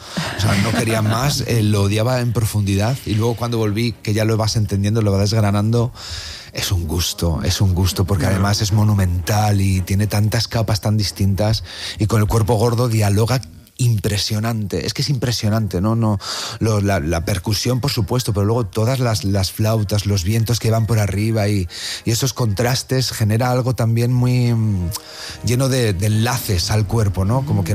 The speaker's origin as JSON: {"language": "Spanish", "town": "Valladolid", "region": "Castile and León", "country": "Spain", "said": "yo soy de Valladolid, tengo el Museo Nacional de Escultura en mi ciudad, y es algo que está conmigo"}